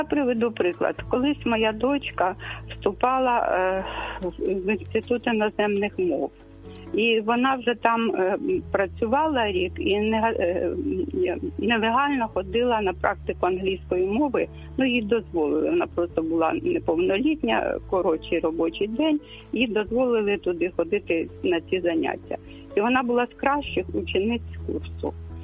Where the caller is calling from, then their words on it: Kyiv, Ukraine; я з Києва дзвоню.